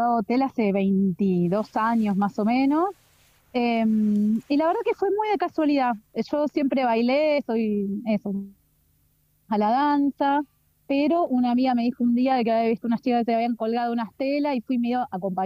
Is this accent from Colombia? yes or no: no; Buenos Aires Province, Argentina; born there; moved away as an adult; now in Comarca Andina, Argentina; Sí, yo nací en Buenos Aires, en provincia de Buenos Aires. Vivo en la comarca acá hace 7 años